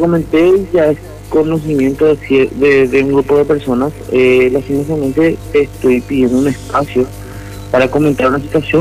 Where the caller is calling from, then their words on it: Luque, Central, Paraguay; yo vivo en la ciudad de Luque, vivo en el centro